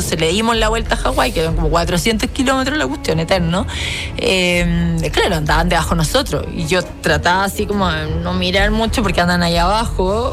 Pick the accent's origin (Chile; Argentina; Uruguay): Chile; como chilenos tenemos una relación con Antártica